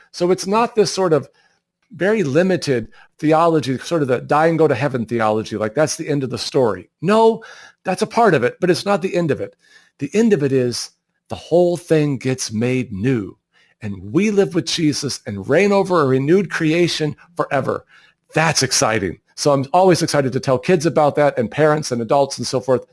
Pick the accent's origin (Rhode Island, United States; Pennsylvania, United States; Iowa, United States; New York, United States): Iowa, United States; I'm from Iowa.